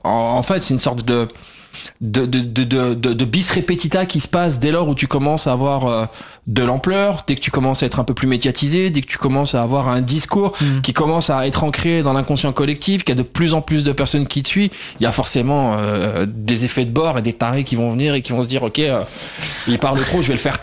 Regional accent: France; Est-ce que c'est un truc que nous, en tant que Français, par rapport à l'histoire qu'on a avec les colonies

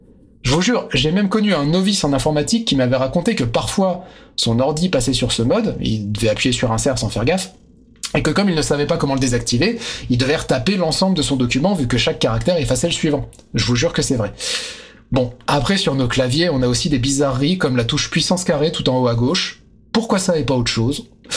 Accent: France; chez nous en France

